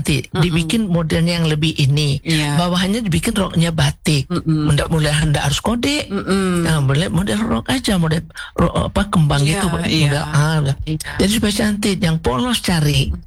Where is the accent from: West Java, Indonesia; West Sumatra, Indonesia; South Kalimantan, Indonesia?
West Sumatra, Indonesia; Kalau kita Minang enggak pakai batik di bawah.